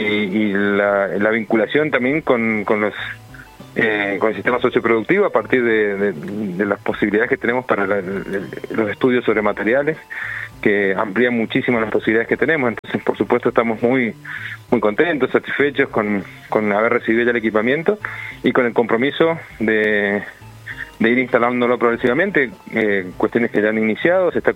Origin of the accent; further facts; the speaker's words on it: Argentina; como argentino, es un orgullo tener la Feria del Libro.